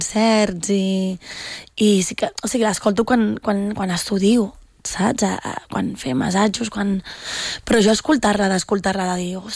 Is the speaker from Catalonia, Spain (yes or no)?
no; Andalusia, Spain; accent: Andalusian; però apenas ja estic en contacte amb andaluce, pum, pa, pa, saps? Com que és el meu accent.